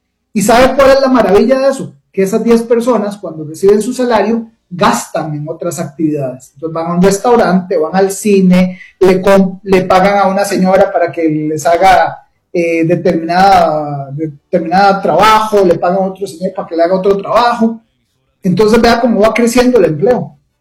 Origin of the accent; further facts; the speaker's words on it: Costa Rica; yo como costarricense, como consumidor